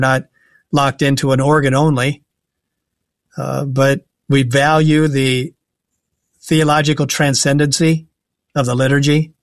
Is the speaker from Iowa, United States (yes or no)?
yes; Iowa, United States; growing up in Western Iowa, you were majoritively either Lutheran or Roman Catholic.